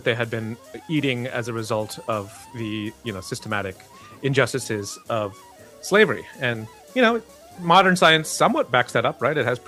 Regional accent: Saginaw, Michigan, United States; now in Chicago, United States; the town that I grew up in Saginaw is quite a small town. I mean, it's a city, it's a satellite of Detroit

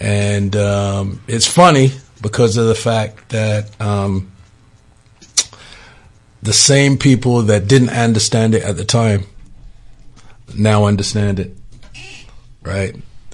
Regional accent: London, United Kingdom; We grew up in London, in a place called Stanmore.

